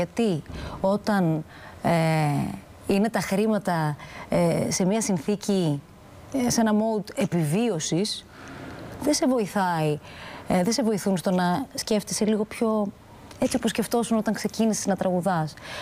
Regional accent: Thessaloniki, Central Macedonia, Greece; moved away as an adult; now in Athens, Greece; Τη Θεσσαλονίκη δεν το συζητώ, είναι η ψυχή μου, η πατρίδα μου, εκεί επιστρέφω πάντα και εκεί θα επιστρέφω πάντα.

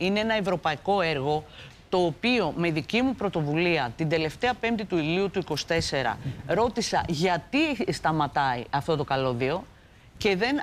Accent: Greece; ως Ελληνίδα πολίτης

